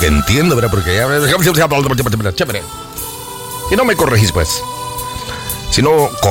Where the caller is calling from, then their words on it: San Salvador, El Salvador; Buenas noches, don Humberto. Buenas noches … de la Escalón.